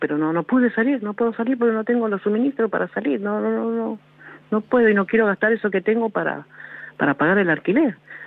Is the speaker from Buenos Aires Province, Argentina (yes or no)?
yes; Villa Rosa, Buenos Aires Province, Argentina; Yo acá de Villa Rosa soy.